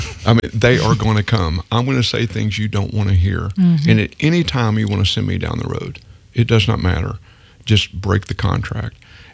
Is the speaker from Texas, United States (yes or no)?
yes; Texas, United States; I'm a Texan